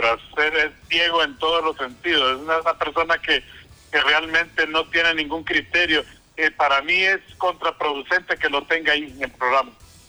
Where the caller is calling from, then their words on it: Tegucigalpa, Francisco Morazán, Honduras; Llamo de Tegucigalpa.